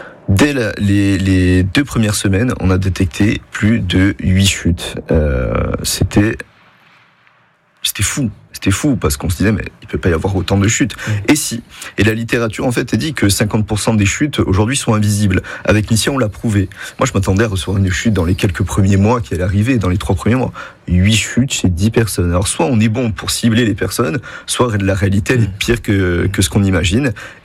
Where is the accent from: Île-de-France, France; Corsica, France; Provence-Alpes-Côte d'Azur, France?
Corsica, France; Ajaccio; je rentre chez moi, à Ajaccio